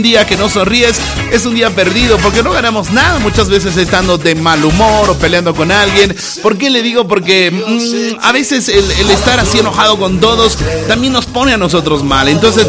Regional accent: La Paz, Bolivia; lo vamos a vivir juntos como paseños, como bolivianos también

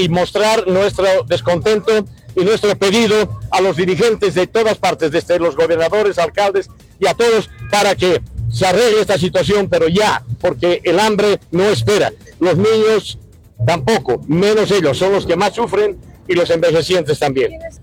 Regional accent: Bolivia; La presencia, todas esas cosas que haga un poco de conciencia a nuestro presidente, como boliviano, como presidente elegido por las urnas.

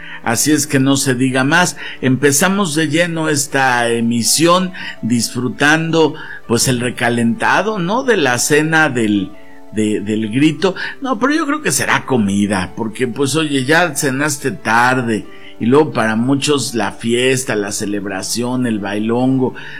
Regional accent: Mexico; como mexicanos que somos parte de este país

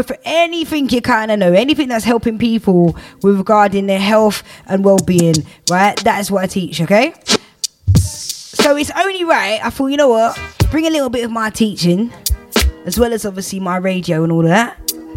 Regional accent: London, United Kingdom; Wandsworth, which is my hometown borough

